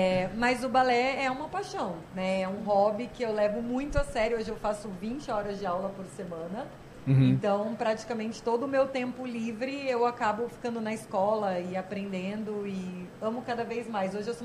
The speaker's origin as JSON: {"language": "Portuguese", "region": "Rio de Janeiro", "country": "Brazil", "also_born_or_lived": "São Paulo", "moved": "as an adult", "said": "Cursei a faculdade no Rio de Janeiro, que eu sou carioca, né? Eu vim do Rio. Fiz medicina lá. Depois, eu fui para São Paulo"}